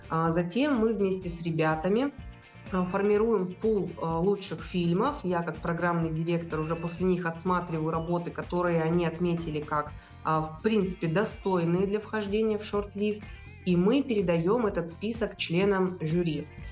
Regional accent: Chelyabinsk, Chelyabinsk Oblast, Russia; это наш любимый родной город, мы здесь живем. И это было бы странным, если мы бы из Челябинска поехали в Москву делать там этот фестиваль.

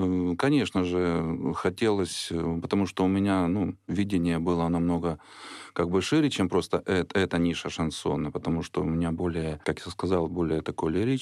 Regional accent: Mariupol, Donetsk Oblast, Ukraine; Детство у меня прошло в моем родном городе, в Мариуполе, уже в небезызвестном.

